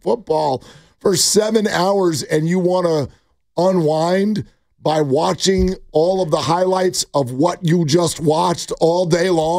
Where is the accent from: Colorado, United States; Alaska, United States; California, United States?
California, United States; I'm from California, and this is how I talk.